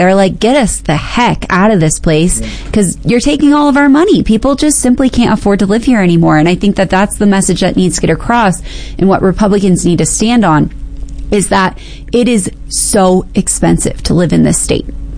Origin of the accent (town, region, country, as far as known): Colorado, United States; born or raised there